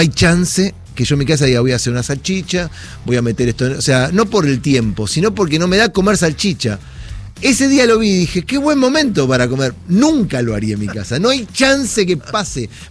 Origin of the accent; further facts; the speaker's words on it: Argentina; Y después porque somos argentinos.